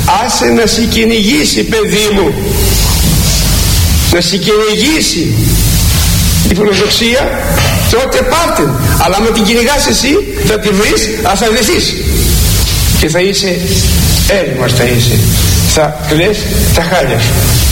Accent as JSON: {"language": "Greek", "country": "Greece", "said": "σαν Έλληνες"}